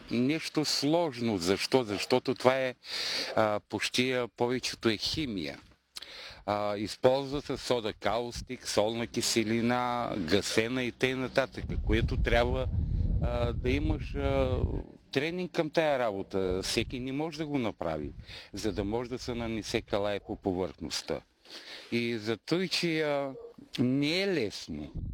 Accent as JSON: {"language": "Bulgarian", "town": "Dragoevo", "region": "Shumen Province", "country": "Bulgaria", "tie": "born or raised there", "moved": "yes", "lives_now": "Stara Zagora, Bulgaria", "said": "От Стара Загора съм, но съм на времето съм живял тук в Драгоево. Съм израснал и зато и си поддържам тук района."}